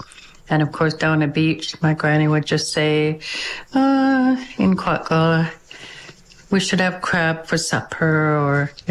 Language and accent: English; Turner Island, British Columbia, Canada; also born or lived in Alert Bay / Port Rupert; I was born in Alert Bay and then raised for a little bit of time here in Southeast Port Rupert. And then my grandparents, then I grew up in Turner Island and I grew up with them.